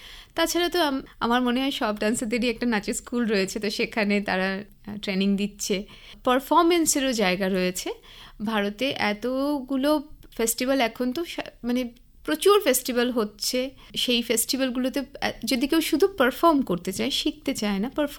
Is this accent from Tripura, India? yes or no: no; Jalpaiguri, West Bengal, India; also born or lived in Kolkata; যেহেতু আমি জলপাইগুড়িতেই বড় হয়েছি